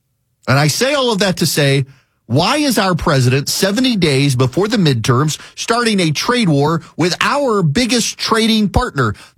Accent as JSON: {"language": "English", "region": "Louisiana", "country": "United States", "said": "I had French from sixth grade through 12th grade, and I'm from Louisiana, where there's a lot of French stuff."}